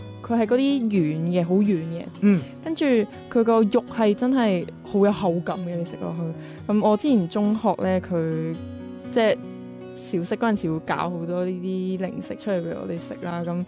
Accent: Macau; 但是呢我們澳門那裡的豬扒包它沒有的。

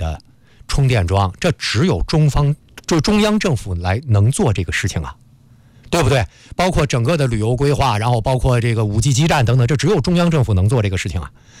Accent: China

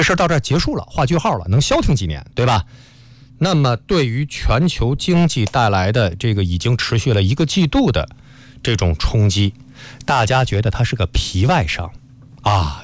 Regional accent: China

